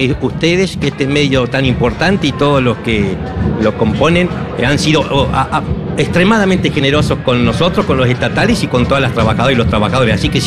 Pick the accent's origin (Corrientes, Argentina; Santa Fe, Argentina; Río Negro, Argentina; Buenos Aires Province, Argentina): Río Negro, Argentina; moved away as an adult; yo soy patagónico, rionegrino